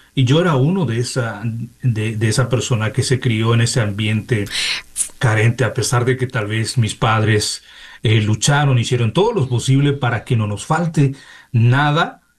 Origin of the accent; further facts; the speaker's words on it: Paraguay; moved away as an adult; now in Manitoba, Canada; originalmente somos de Paraguay, pero va a ser 10 años que estamos viviendo aquí en Canadá, especialmente en la provincia de Manitoba. Vengo de una familia de muchos hermanos, somos 8 hermanos.